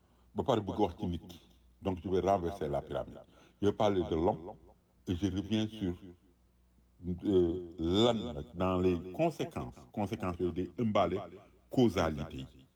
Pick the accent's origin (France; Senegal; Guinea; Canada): Senegal; Nous avons dit qu'il n'y a pas de djek, parce que nous sommes des Sénégalais et nous aimons tous ce pays.